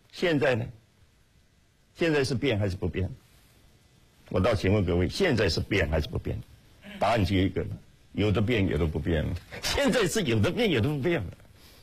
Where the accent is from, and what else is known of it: China